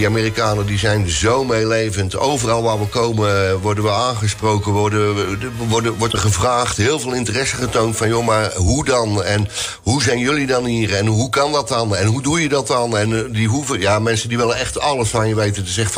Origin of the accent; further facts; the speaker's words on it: Netherlands; Komen we uit Nederland?